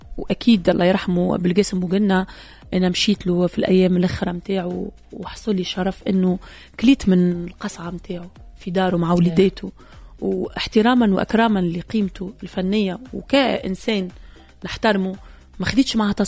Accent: Nabeul, Nabeul Governorate, Tunisia; تربيت هكاكا ربيتني الخروبة هنا

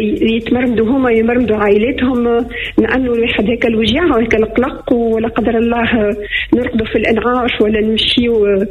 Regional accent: Tunisia; احنا شعب تونسي كما قلت لك البرودة يسميها قريب

